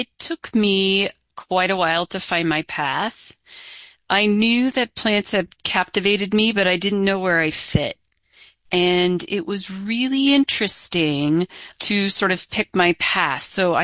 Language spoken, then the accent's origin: English; Clinton County, Iowa, United States; now in Colorado, United States; I'm a transplant to Colorado. I was born and raised in Iowa, Eastern Iowa, Clinton County, and on a small family farm.